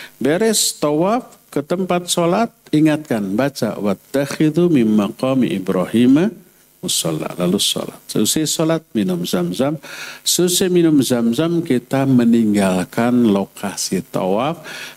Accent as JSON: {"language": "Indonesian", "region": "West Java", "country": "Indonesia", "said": "dengan bahasa kita Sunda Indonesia"}